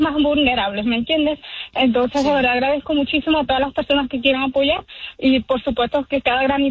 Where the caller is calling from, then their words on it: Barcelona, Anzoátegui, Venezuela; yo soy de Barcelona